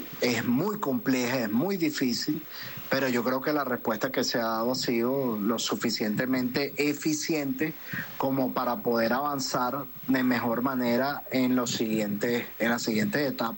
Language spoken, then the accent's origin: Spanish; Venezuela